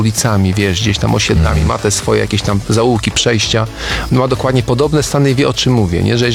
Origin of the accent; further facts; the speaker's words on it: Bydgoszcz, Kuyavian-Pomeranian Voivodeship, Poland; jestem z Bydgoszczy